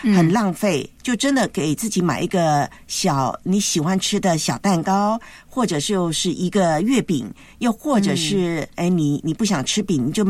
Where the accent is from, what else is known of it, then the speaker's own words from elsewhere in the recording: Taiwan; now in Hong Kong; 因为呢，我老家的家人呢，就是我台湾的家人呢，